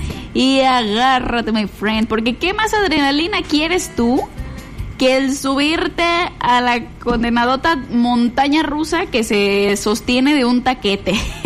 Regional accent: Mexico; así somos los mexicanos

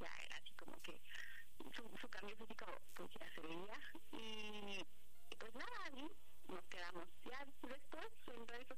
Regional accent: Oaxaca, Mexico; Tengo 38 y soy de Oaxaca.

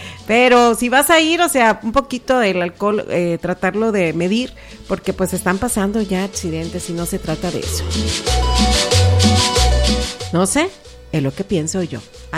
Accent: Mexico; ella no nos representa como mexicanos, ¿sale?

